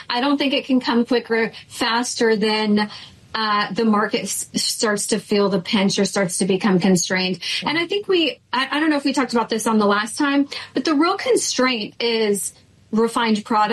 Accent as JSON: {"language": "English", "country": "United States", "said": "as an American"}